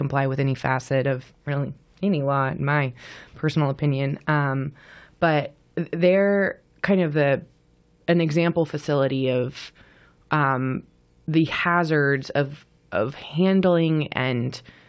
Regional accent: Texas, United States; as someone who, I grew up in Central Texas, so the 4th of July floods really hit close to home.

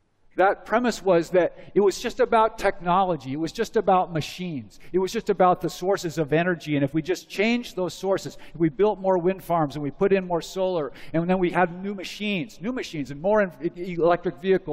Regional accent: Boulder, Colorado, United States; I come from Boulder, Colorado, a community that has a unique relationship to climate change.

